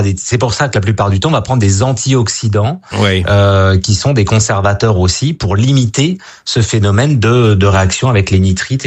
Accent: Brittany, France; born there; Je tiens à dire quand même que moi, je suis né en Bretagne et mon grand-père était charcutier.

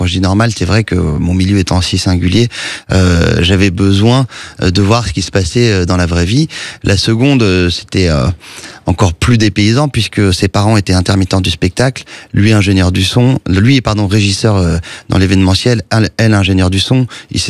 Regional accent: Saint-Cloud, Île-de-France, France; je suis en train de décrire mon enfance à Saint-Cloud, à écouter des bonnes sœurs qui nous donnent les cours, après être dans un collège de garçons

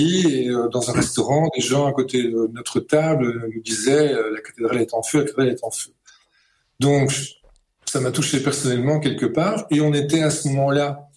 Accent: Belgium; Moi, je suis scandalisé en tant que Belge déjà

